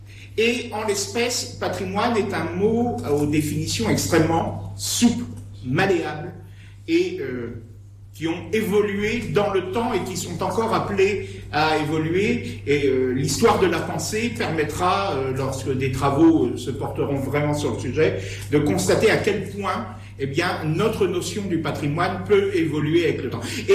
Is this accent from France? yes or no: yes; Digoin, Bourgogne-Franche-Comté, France; je suis originaire de Digoin